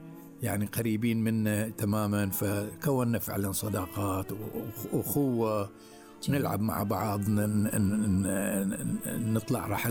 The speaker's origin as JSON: {"language": "Arabic", "town": "Jidhafs", "country": "Bahrain", "tie": "born there", "accent": "Gulf", "said": "يعني هذه لهجتنا احنا، بنقلب القاف جيم."}